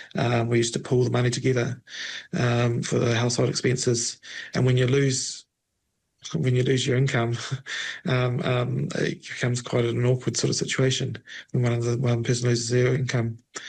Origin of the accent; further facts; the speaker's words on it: New Zealand; we're paying in revenue as a Kiwi, as an individual.